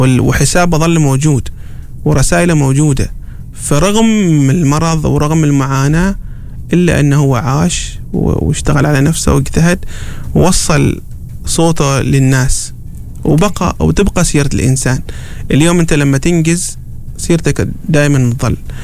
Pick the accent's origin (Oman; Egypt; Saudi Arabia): Oman; عندنا في عمان